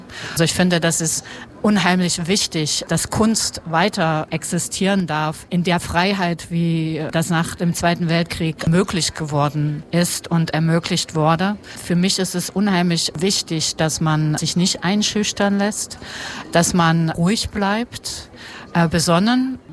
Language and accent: German; East Germany, Germany; Und ich bin ja im Osten groß geworden, war 25, als die Wende war.